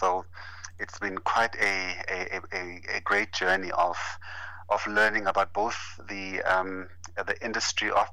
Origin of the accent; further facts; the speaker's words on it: Limpopo, South Africa; Those are my clan names. And so that's my inheritance in terms of, you know, where I'm from. Born and bred in Limpopo in a small village called Sianda in Venda.